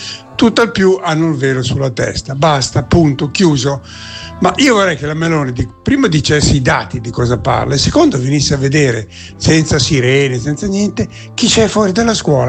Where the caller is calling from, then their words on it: Milan, Lombardy, Italy; da Milano